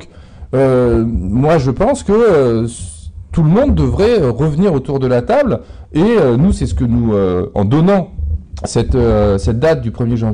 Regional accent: France; En tant que Français, et si Jean-Luc Mélenchon est élu président de la République

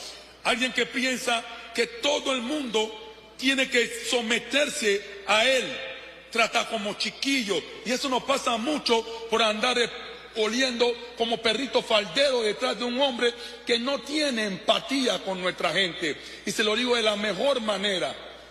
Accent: Colón, Panama

